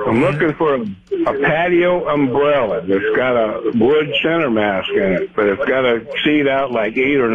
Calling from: Nebraska, United States; Yeah, this is … over across the river here in Nebraska.

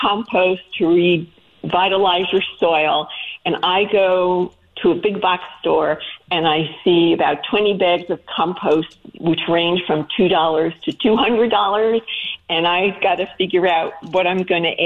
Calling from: Bellflower, Missouri, United States; Oh, in a little town called Bellflower, Missouri.

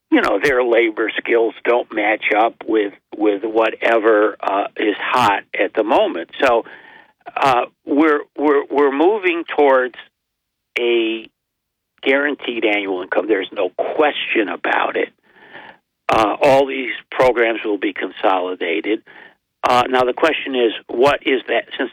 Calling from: Binghamton, New York, United States; I'm from Binghamton

